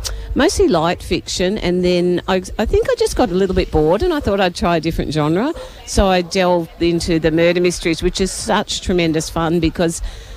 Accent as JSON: {"language": "English", "town": "Montrose", "region": "Victoria", "country": "Australia", "tie": "born or raised there", "also_born_or_lived": "Croydon, Victoria", "lives_now": "Friendship Gully, Australia", "said": "I grew up in Montrose, and I spent a lot of my teenage years in Croydon."}